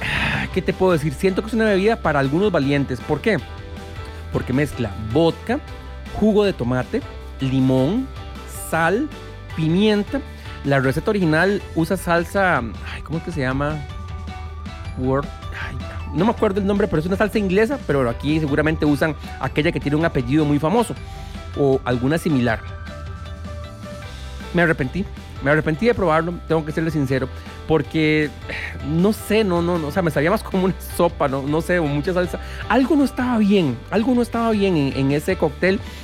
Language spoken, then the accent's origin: Spanish; Orotina, Alajuela, Costa Rica; born there; mi mamá es de Guanacaste, yo nací en Orotina, pero digamos que de ahí como de rebote soy guanacasteco, parte de mí, 50% guanaco.